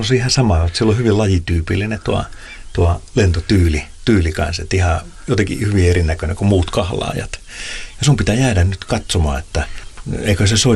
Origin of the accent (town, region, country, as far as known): Pori, Satakunta, Finland